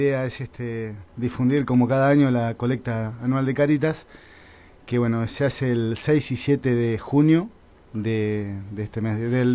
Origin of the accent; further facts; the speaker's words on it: Bolívar, Buenos Aires Province, Argentina; moved away as an adult; now in Azul, Argentina; yo hasta los 17 años viví en Bolívar